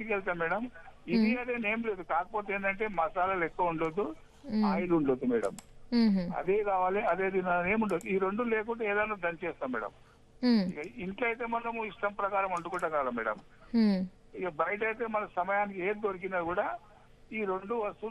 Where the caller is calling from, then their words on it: Premavathi Peta, Telangana, India; Madam, Premavathi పేట నుండి.